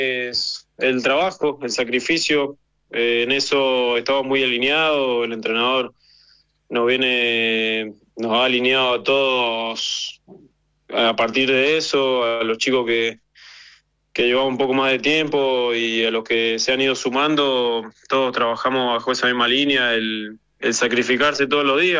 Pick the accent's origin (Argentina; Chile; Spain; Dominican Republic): Argentina; Mendoza